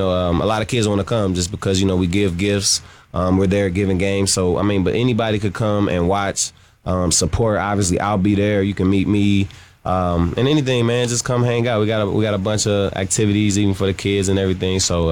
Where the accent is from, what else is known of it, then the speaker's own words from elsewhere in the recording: St. Louis, Missouri, United States; So I'm from St. Louis, so yeah. I have to be, right?